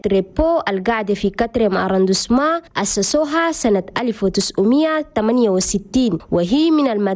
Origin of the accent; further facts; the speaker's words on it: Chad; وخرجت الآلاف من الكوادر القدروا لقوا مناصب كبيرة في بلدنا تشاد.